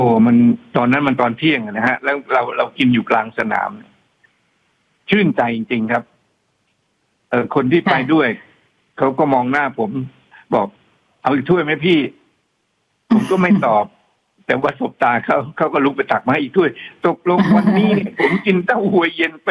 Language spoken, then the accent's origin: Thai; Ayutthaya, Phra Nakhon Si Ayutthaya, Thailand; moved away as an adult; now in Bangkok, Thailand; ผมเนี่ยมันเป็นเด็กที่เกิดในอยุธยาและมันก็เติบโตมีชีวิตอยู่อยุธยาเนี่ยตั้ง 17-18 ปีถึงได้ออกจากอยุธยามากรุงเทพ